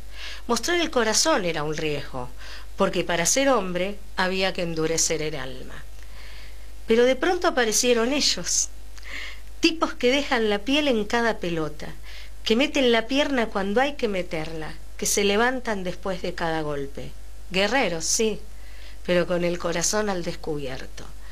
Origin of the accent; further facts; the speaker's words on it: Argentina; cómo somos los argentinos